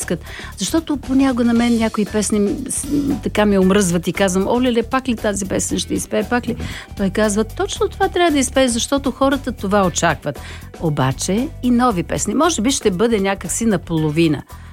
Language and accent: Bulgarian; Hisarya, Plovdiv Province, Bulgaria; в моя град, родния ми град Хисаря